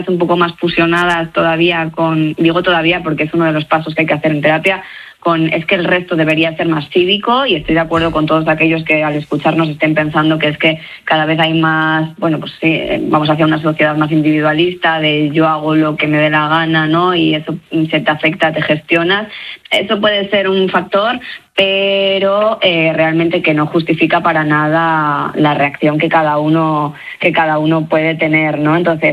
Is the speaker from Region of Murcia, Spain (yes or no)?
no; León, Castile and León, Spain; now in Madrid, Spain; yo pues soy de León. ¿De dónde he salido? De León, concretamente.